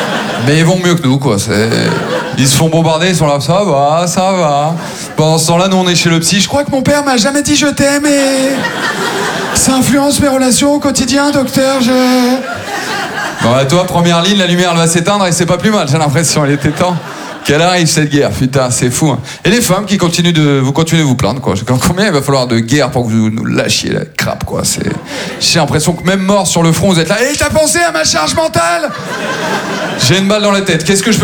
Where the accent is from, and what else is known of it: Maubeuge, Hauts-de-France, France; born or raised there